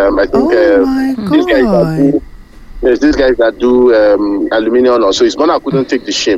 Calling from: Iworo, Nigeria; I'm calling from Iworo.

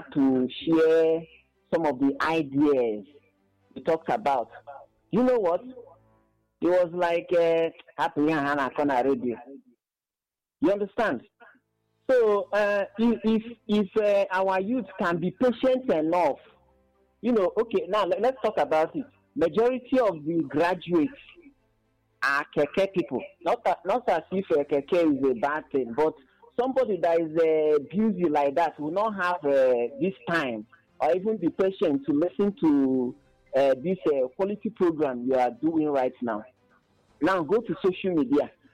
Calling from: Nigeria; I'm calling from Abaku.

